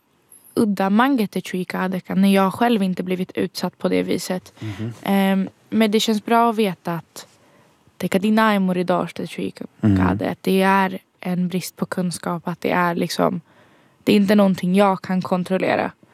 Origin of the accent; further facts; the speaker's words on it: Poland; Och inte säga att jag är från Polen.